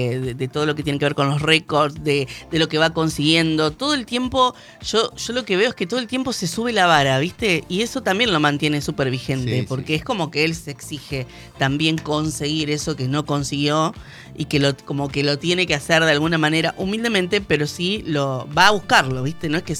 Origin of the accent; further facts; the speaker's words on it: Argentina; los argentinos sabemos un montón de fútbol.